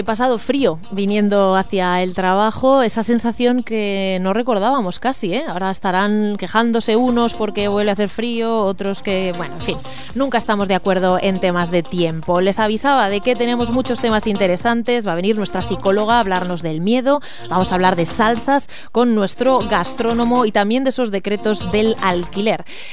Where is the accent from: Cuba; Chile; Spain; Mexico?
Spain